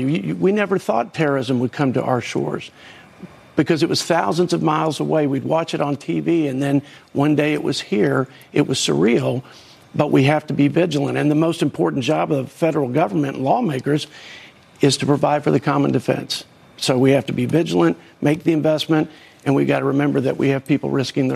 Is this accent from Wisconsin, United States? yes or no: no; Texas, United States; as a Texan and as an American